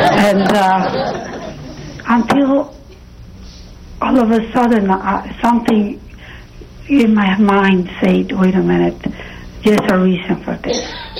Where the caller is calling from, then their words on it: Upper Darby, Pennsylvania, United States; Upper Darby, Pennsylvania.